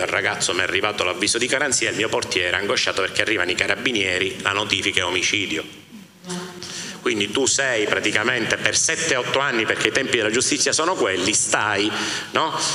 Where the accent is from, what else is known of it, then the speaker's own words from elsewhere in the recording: Sicily, Italy; sono siciliano